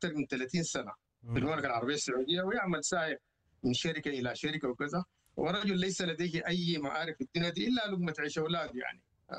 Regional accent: Sudan; moved away as an adult; now in Saudi Arabia; لينا كسودانيين، انا اتحدث اقول لك لينا كسودانيين،

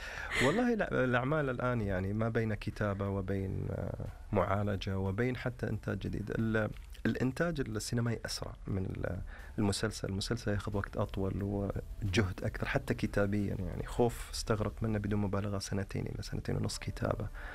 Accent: Saudi Arabia; لنا كسعودي كم عرب ومسلمين

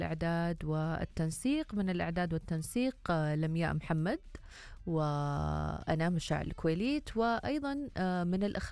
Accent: Saudi Arabia; عندنا في السعودية

